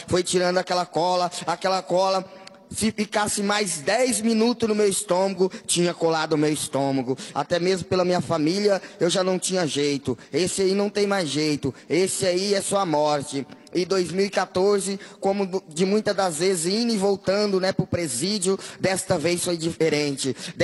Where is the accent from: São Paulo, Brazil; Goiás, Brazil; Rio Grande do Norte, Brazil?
São Paulo, Brazil; Marília; eu vim da cidade de Marília.